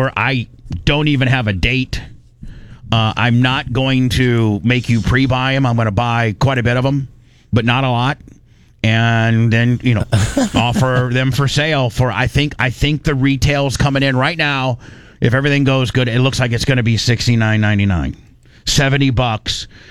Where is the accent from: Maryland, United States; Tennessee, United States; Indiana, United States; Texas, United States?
Indiana, United States; Warsaw; moved away as an adult; I'm originally from Indiana, clear up until I was 18. Warsaw, Indiana, then started my radio broadcast career in Terre Haute, Indiana.